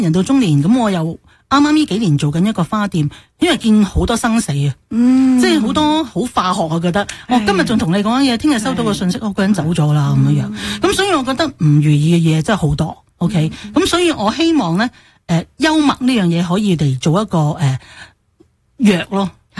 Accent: Hong Kong; 因为香港土生土长，真系我屋企咯。

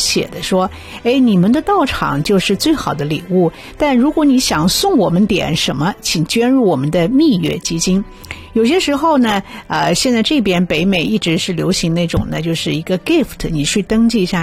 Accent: China; 我们中国人呢去参加婚宴哈

